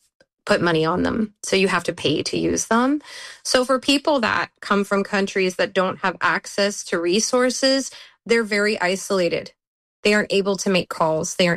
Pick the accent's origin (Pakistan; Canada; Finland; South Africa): Canada; moved away as an adult; also born or lived in Australia / New Zealand / England; now in United States; And my Spanish is terrible. I grew up in Canada, so I was able to use the French that I learned in school to help with the Spanish.